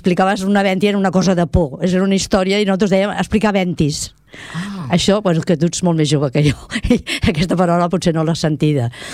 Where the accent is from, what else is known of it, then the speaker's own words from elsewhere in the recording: Barcelona, Catalonia, Spain; Doncs jo sóc filla del barri de Sants. Vaig néixer al carrer Miquel Àngel, de Normacini, un barri obrer, i bueno, en general tot el barri era un barri obrer, no?